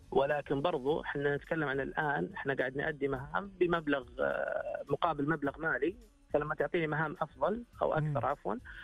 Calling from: Khobar, Eastern Province, Saudi Arabia

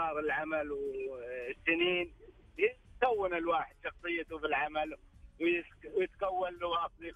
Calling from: Riyadh, Riyadh Province, Saudi Arabia; من الرياض

